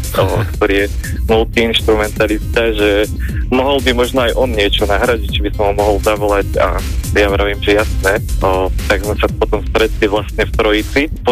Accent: Trstená, Žilina Region, Slovakia; No ja som z Trstenej

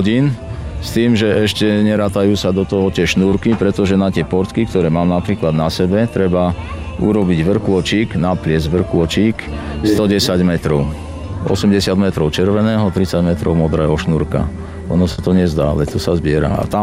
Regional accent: Ždiar, Prešov Region, Slovakia; born there; a pochádzam odtiaľto z Bachledovej doliny. Tento rod je tu už vyše 400 rokov. Patrí medzi tie rody, ktoré založili fakticky Ždiar.

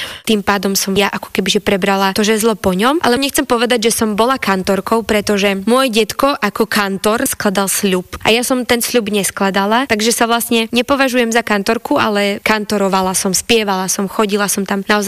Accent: Šarišský Jastrabie, Prešov Region, Slovakia; kantoroval u nás v Šarískom Jastrbi v našej cerkvi Uspenia a Presvätej Bohorodici. Tam som vlastne ako 3-4 ročná približne sadla k nemu do lavice a to mi ostalo pomaly skoro do dnes.

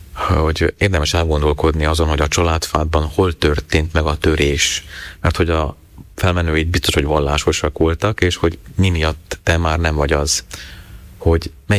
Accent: Slovakia; moved away as an adult; now in Prague, Czechia; ezt nagyon nehéz volt nekem ipolymentiként úgy megértenem. Ahhoz voltam hozzászokva, tehát, hogy ott én ebben nevelkedtem, ezt éltem meg

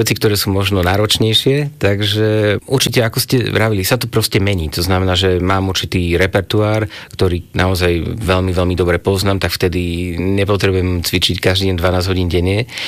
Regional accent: Vrútky, Žilina Region, Slovakia; moved away; hrávam často doma vo Vrútkach, odkiaľ ja pochádzam

